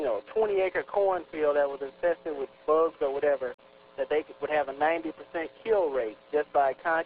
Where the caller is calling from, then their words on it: St. Louis, Missouri, United States; St. Louis, Missouri.